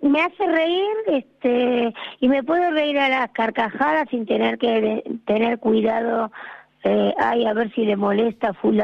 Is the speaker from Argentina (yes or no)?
yes; Argentina; moved away; also born or lived in Ibiza; somos dos argentinas, mi jefa y yo la vendedora.